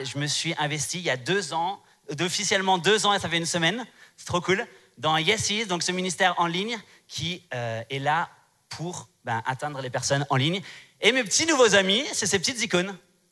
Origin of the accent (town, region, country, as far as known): Strasbourg, Grand Est, France